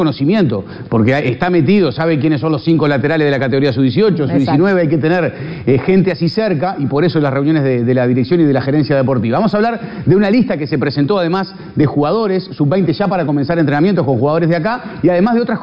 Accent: Uruguay

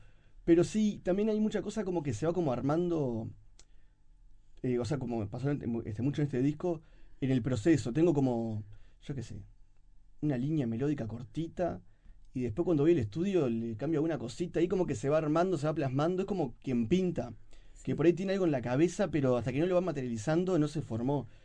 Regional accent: Uruguay; born there

